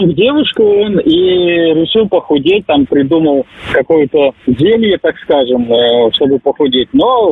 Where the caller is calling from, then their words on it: Saint Petersburg, Russia; Я из Санкт-Петербурга, вот еду по кольцу